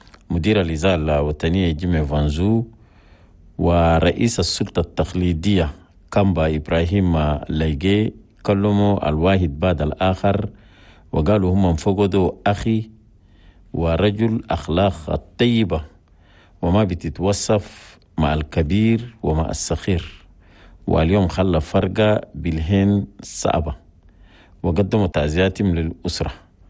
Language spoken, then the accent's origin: Arabic; Chad; في بلدنا تشاد.